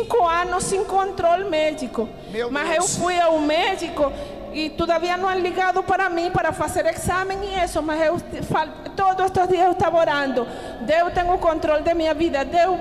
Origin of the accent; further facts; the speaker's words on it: Venezuela; Portuguese is a second language; now in Brazil; Eu sou venezuelana, hein? Eu moro aqui em Vila Nova.